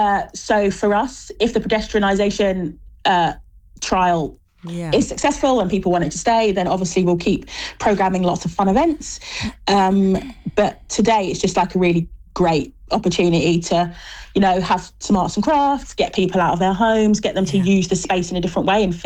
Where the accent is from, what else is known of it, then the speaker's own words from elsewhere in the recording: London, United Kingdom; I grew up in Camden.